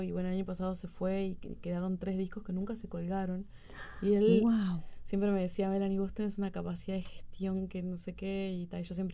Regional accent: Maldonado, Uruguay; yo soy de Maldonado, como que venía a Montevideo siempre

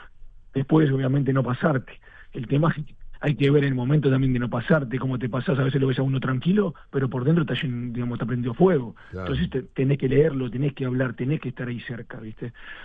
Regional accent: Uruguay; moved away; nosotros somos uruguayos y nos gusta la motivación

